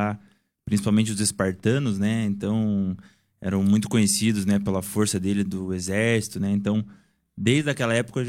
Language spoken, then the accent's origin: Portuguese; Telêmaco Borba, Paraná, Brazil; sou natural aqui de Telemaco Borba. … né, diretor ali do Colégio Positivo, filho da Cíntia … que foi prefeito aqui em Telemaco Borba.